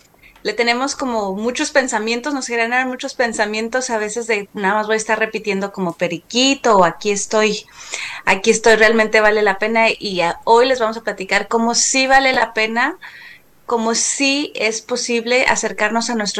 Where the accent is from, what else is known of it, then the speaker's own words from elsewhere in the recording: Mexico City, Mexico; born there; aunque yo pues nací en la Ciudad de México